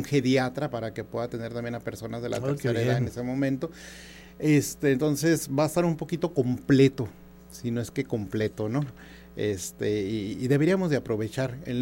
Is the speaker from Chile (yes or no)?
no; Nogales, Sonora, Mexico; soy nativo de aquí en Nogales